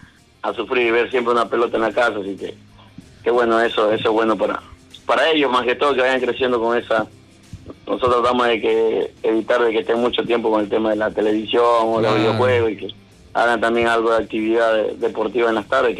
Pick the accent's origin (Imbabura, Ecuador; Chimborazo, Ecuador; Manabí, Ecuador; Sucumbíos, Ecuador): Manabí, Ecuador; Manta; also born or lived in Chone; papá se vinieron a vivir a Manta, yo tenía 3, 4 años.